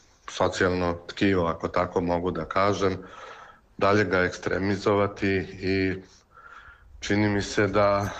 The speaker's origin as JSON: {"language": "Serbian", "town": "Pristina", "region": "Pristina District", "country": "Kosovo", "tie": "born or raised there", "moved": "as an adult", "said": "s obzirom da sam rođen u Prištini i da sam živeo tamo do sredine 1999. godine"}